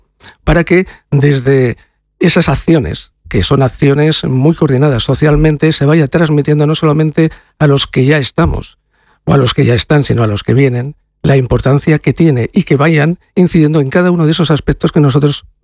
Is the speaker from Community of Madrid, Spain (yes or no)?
yes; Community of Madrid, Spain; Yo soy del pueblo de Madrid.